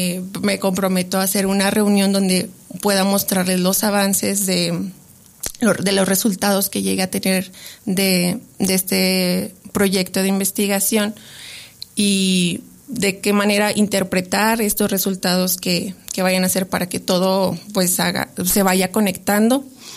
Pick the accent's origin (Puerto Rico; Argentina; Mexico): Mexico; como mexicanos y mexicanas, pues tenemos muy arraigado el...